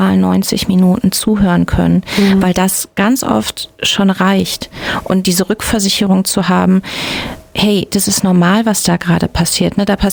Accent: Witzenhausen, Hesse, Germany; Ganz speziell hier im Werra-Meißner-Kreis, beziehungsweise ich komme ja aus Witzenhausen

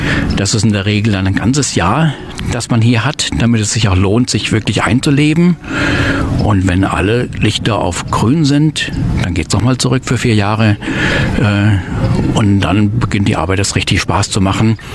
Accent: Germany; also born or lived in Cambodia; wir als Deutsche

